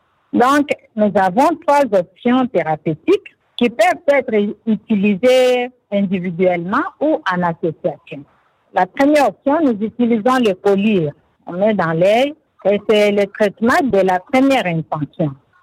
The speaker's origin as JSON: {"language": "French", "country": "DR Congo", "said": "ici, chez nous, en RDC"}